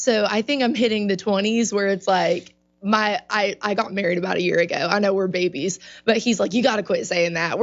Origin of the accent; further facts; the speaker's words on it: Oklahoma, United States; moved away as an adult; now in Nashville, United States; So I'm an Okie. I'm from Oklahoma originally, you know, came out here, went to Belmont